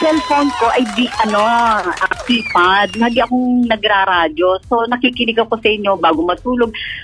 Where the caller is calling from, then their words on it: Santa Rosa, Calabarzon, Philippines; Santa Rosa, Laguna.